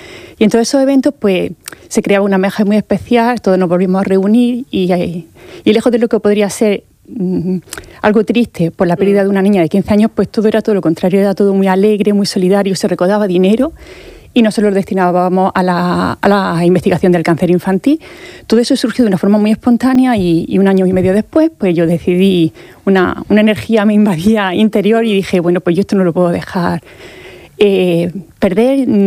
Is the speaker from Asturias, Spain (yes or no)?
no; Molina de Segura, Region of Murcia, Spain; en Molina, que nosotros somos de Molina, así que también invitamos a todos los colegios de Molina que nos acompañen.